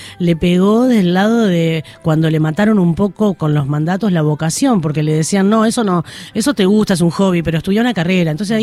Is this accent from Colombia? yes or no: no; Uruguay; Ya que soy uruguaya